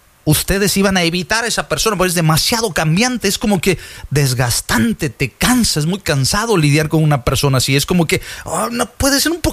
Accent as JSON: {"language": "Spanish", "region": "Veracruz", "country": "Mexico", "said": "yo soy de oro, yo soy Jarocho."}